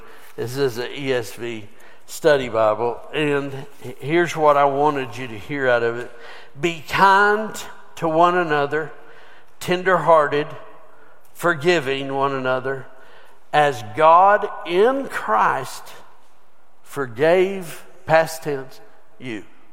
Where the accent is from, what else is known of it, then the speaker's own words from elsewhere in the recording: United States; Because that's in our DNA as an American.